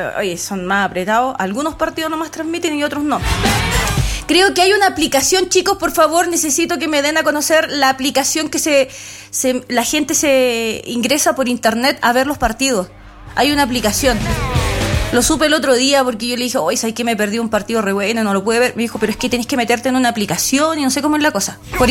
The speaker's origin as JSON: {"language": "Spanish", "country": "Chile", "said": "Ay, que nosotros como chilenos chismosos."}